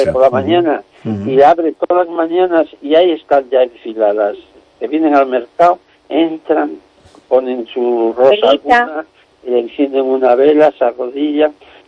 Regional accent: Santillana del Mar, Cantabria, Spain; moved away; yo soy cántabro, he estado muchos años fuera.

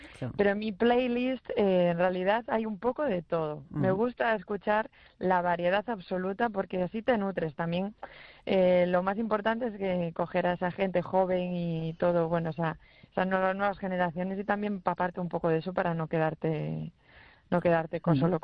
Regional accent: Vigo, Galicia, Spain; yo soy de Vigo

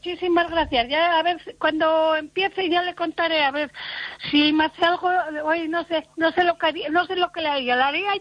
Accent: Galicia, Spain; moved away; No estoy en Galicia, soy de Galicia, pero no estoy en Galicia.

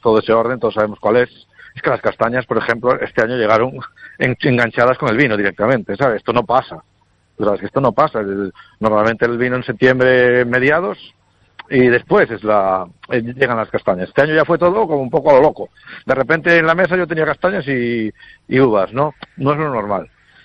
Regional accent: Galicia, Spain; qué bonita es mi tierra

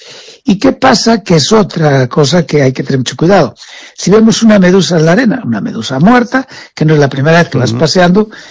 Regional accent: Galicia, Spain; que en Galicia tenemos algunas de las playas más bonitas

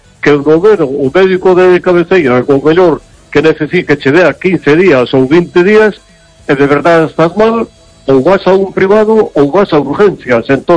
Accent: Vigo, Galicia, Spain; Hola, buenas noches.

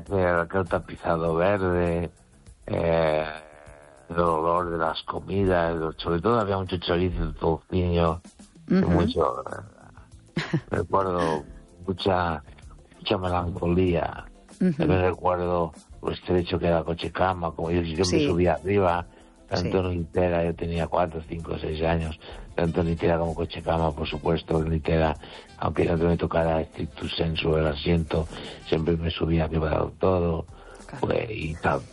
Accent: Galicia, Spain; Y mi pueblo está a unos 9 kilómetros o 8 de los Peares. Está en la altura de la montaña.

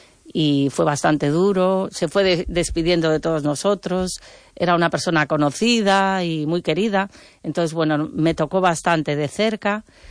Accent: Pontevedra, Galicia, Spain; nací en Pontevedra y en el entorno donde yo vivía, en Campolongo, recuerdo en los años 80, siendo muy pequeña

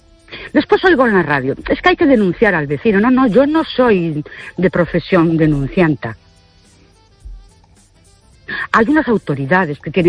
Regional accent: Ourense, Galicia, Spain; Perdón, buenas noches. … de Ourense.

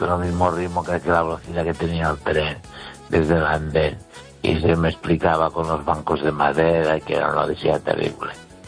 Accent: Galicia, Spain; Y yo conozco mucha gente de donde Feijó. Y mi pueblo está a unos 9 kilómetros o 8 de los Peares. En la montaña.

